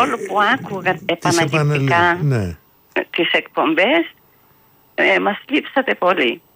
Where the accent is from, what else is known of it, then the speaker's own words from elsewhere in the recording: Greece; now in Thessaloniki, Greece; Είναι 10 λεπτά απόσταση από το Φρίνιο που βρίσκομαι, λέγεται Πλατανότοπο στο χωριό μου.